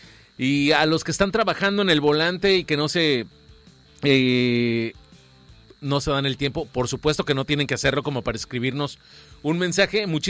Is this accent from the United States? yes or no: no; Mexico